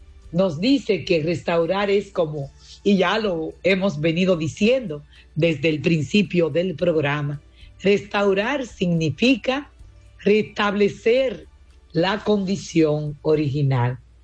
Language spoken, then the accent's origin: Spanish; Dominican Republic; Y hoy podemos decir que somos República Dominicana.